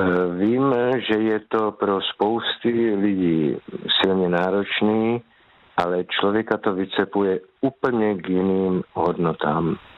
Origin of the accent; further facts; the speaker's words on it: Moravia, Czechia; pracoval jsem pro velice nádhernou dědinu u nás na Moravě, zvanou Dambořice